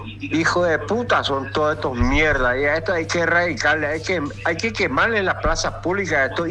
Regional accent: Asunción, Paraguay; moved away; Soy asunceno, pero salí de ahí, tuve que salir de ahí, pero me sigo sintiendo como mi terruño, Asunción.

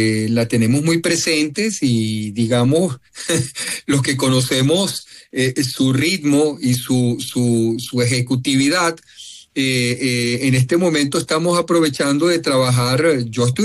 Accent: Venezuela; Yo respondo como venezolano, yo no soy norteamericano

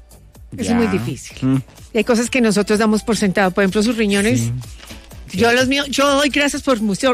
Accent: Eje Cafetero, Colombia; una mujer que viene de mi tierra, sí, del Eje Cafetero, particularmente de Pereira

